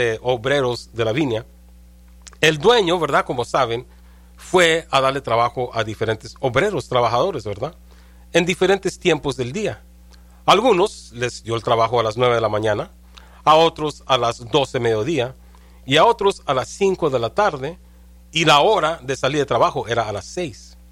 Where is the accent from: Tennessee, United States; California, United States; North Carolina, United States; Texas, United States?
California, United States; El ministerio, ¿verdad?, originó de donde yo soy, ¿verdad?, en California.